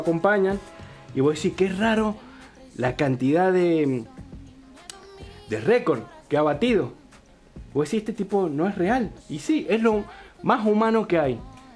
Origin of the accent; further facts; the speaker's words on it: San Juan, Argentina; sepan entender que vengo de San Juan. No me mate.